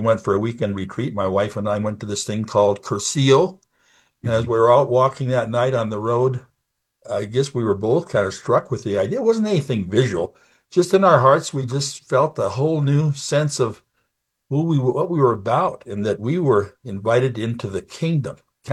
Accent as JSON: {"language": "English", "region": "North Dakota", "country": "United States", "tie": "born or raised there", "said": "I grew up in North Dakota, really north central North Dakota, on a farm."}